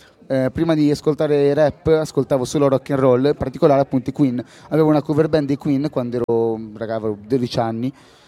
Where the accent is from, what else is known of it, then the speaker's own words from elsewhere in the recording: Milan, Lombardy, Italy; io non sono precisamente di Quarto Giaro, ma comunque sono di Zanotto e sono di Bonola